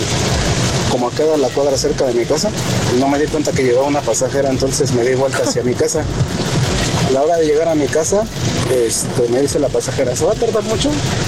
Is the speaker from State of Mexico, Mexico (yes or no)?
yes; San Mateo Atenco, State of Mexico, Mexico; Soy del barrio de San Luquitas, San Mateo Atenco.